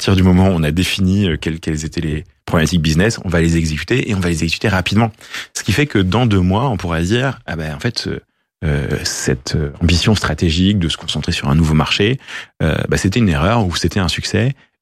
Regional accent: France

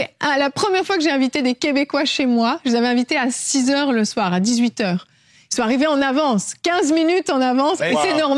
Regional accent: Switzerland; Moi, je viens de Suisse.

